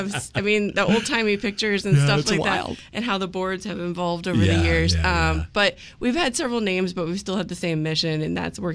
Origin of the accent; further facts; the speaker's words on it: Chatham, Illinois, United States; born there; Yes, I'm from the Chatham area. I graduated from Glenwood.